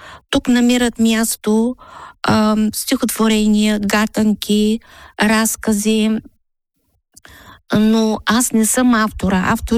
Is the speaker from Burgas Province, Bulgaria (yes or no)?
yes; Burgas, Burgas Province, Bulgaria; съм от Бургас. Живея в Бургас.